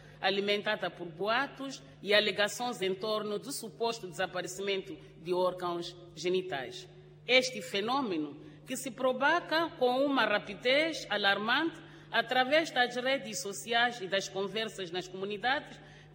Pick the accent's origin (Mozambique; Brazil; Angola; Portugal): Mozambique; A nossa união e a nossa coesão como moçambicanos são os nossos maiores ativos.